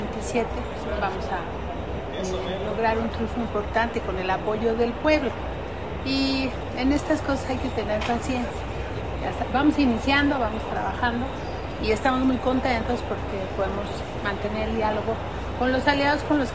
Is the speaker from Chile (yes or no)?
no; Mexico City, Mexico; como buena chilanga que somos.